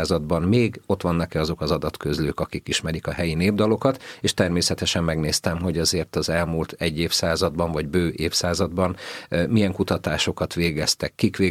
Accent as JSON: {"language": "Hungarian", "region": "Pest", "country": "Hungary", "tie": "born or raised there"}